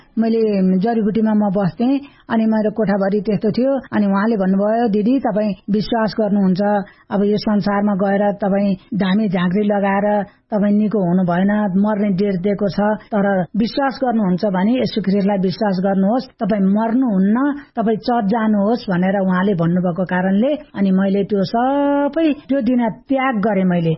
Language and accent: Nepali; Fapharbari, Bagmati, Nepal; अनि मेरो माइती चाहिँ छोरी हो, मेरो घर चाहिँ फापरबारी हो।